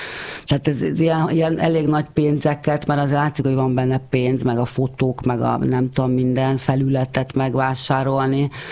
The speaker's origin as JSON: {"language": "Hungarian", "region": "Budapest", "country": "Hungary", "said": "budapesti vagyok"}